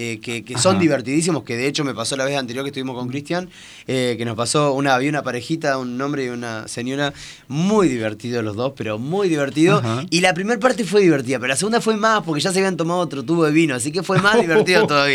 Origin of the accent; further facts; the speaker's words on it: Coronel Dorrego, Buenos Aires Province, Argentina; moved away as an adult; now in Mar del Plata, Argentina; nacido en Coronel Dorrego y hace ya 16, 17 años que me fui para Mar del Plata por un casting también para televisión y ya me quedé allá en Mar del Plata y no me moví más.